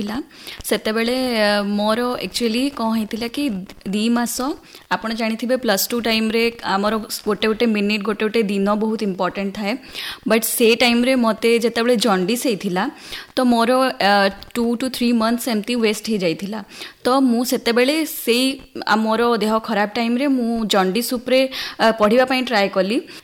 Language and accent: Odia; Bhawanipatna, Odisha, India; ମୋ ଘର ଭବାନୀପାଟଣା, ମନ୍ଦାର ବଗିଚାପଡ଼ା।